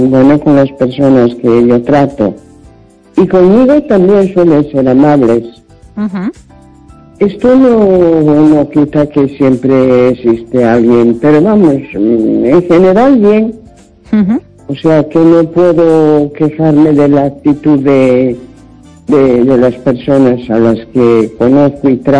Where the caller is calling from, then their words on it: Santiago de Compostela, Galicia, Spain; de Santiago.